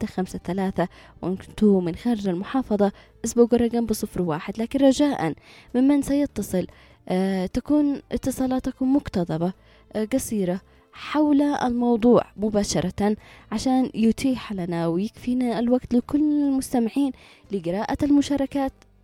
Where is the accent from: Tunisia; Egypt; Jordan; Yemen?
Yemen